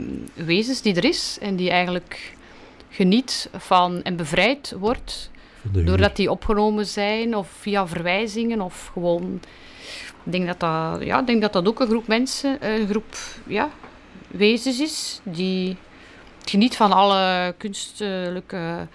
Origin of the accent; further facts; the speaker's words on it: Moorsele, Flanders, Belgium; born there; in Moorselen. In mijn geboortedorp